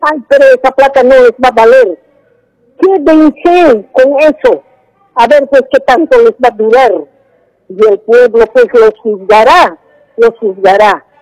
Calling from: Montero, Santa Cruz, Bolivia; le hablo de aquí, de Montero, la señora.

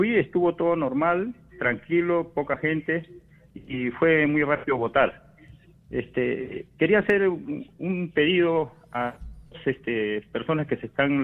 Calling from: Lima, Peru; del Distrito Independencia.

